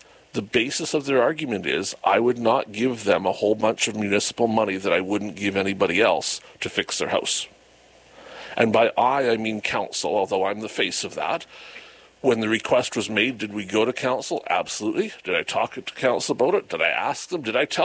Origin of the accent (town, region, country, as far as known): Canada